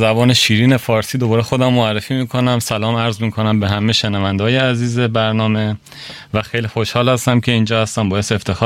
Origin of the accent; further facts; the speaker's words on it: Tehran, Tehran Province, Iran; now in Germany; من در واقع اصلیتم از ایران هستش، شهر خوب قشنگ تهران،